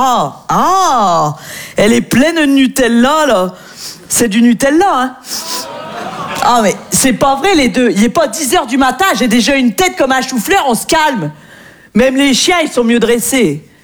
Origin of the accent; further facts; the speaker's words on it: northern France, France; moi je viens du nord de la France, et c'est vrai qu'on est très gentils dans le nord